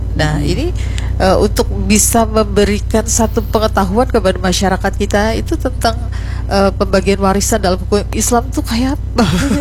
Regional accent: Banjar, South Kalimantan, Indonesia; kita orang Banjar ini

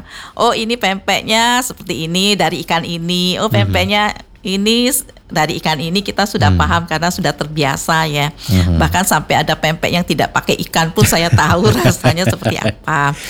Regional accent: Palembang, South Sumatra, Indonesia; now in Semarang, Indonesia; saya orang Palembang ya Mas ya, pendatang ke sini ya

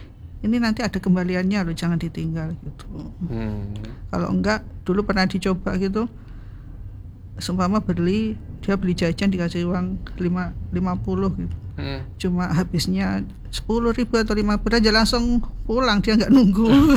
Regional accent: Tulungagung, East Java, Indonesia; now in Surabaya, Indonesia; saya kan asli Tulungagung.

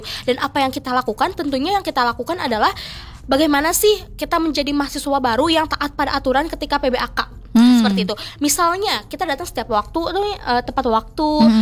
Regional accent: Sukabumi, West Java, Indonesia; now in Bandung, Indonesia; Aku dari Sukabumi.

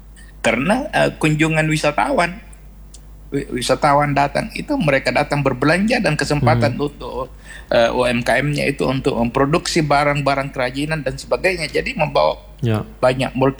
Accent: Galesong, South Sulawesi, Indonesia; di kampung saya di Galesong

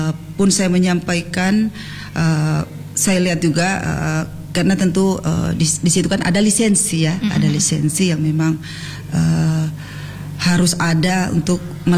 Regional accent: East Kalimantan, Indonesia; now in Mamuju, Indonesia; saya itu besarnya di Kaltim.

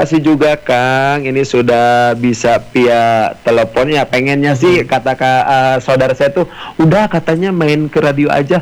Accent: West Java, Indonesia; Ketika mereka melihat acara tradisi Sunda itu mereka lebih tertarik loh dibandingkan dengan kita gitu sebagai orang Sundanya.

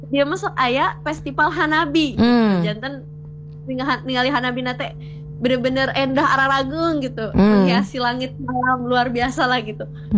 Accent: Sumur Tilu, Sukabumi, West Java, Indonesia; moved away; suasana kampung saya Sumur Tilu

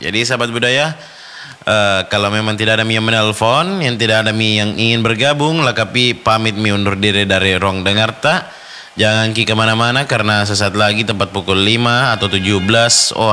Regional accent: Pinrang, South Sulawesi, Indonesia; Saya orang Pinrang.

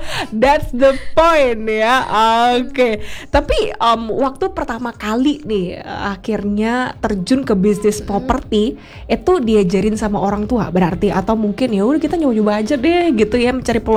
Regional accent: Bali, Indonesia; Cuman bersyukurlah ya kita orang Bali juga enggak kalah begitu ya kalau kita ngobrolin bersaing secara bisnis dengan orang luar

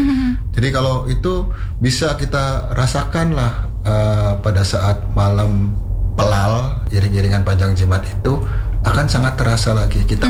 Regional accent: Cirebon, West Java, Indonesia; kita orang Cirebon biasanya menyebut panjang itu dengan kata lain piringnya.

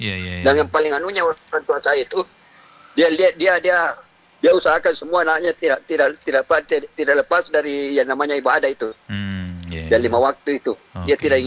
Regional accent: Makassar, South Sulawesi, Indonesia; Saya asli Bugis, maka saya asli Makassar.

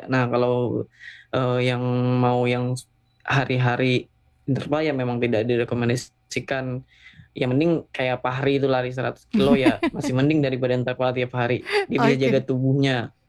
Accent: South Kalimantan, Indonesia; kita orang Kalimantan Selatan

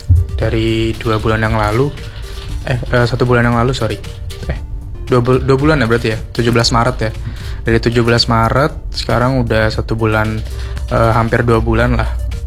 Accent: Indonesia; apalagi kita juga dari Indonesia ya. Kita memiliki banyak budaya, banyak kultur yang tidak bisa disingkiri begitu saja.

